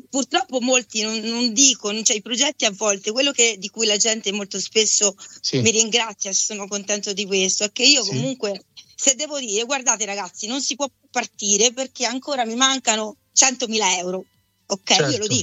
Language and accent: Italian; Prato, Tuscany, Italy; Poi sono toscana e mi sono poi finita, diciamo, ho iniziato a formarmi, diciamo, per la recitazione cinematografica, perché chiaramente sono partita da quella teatrale nella mia città a Prato, da quando avevo tipo 6 anni.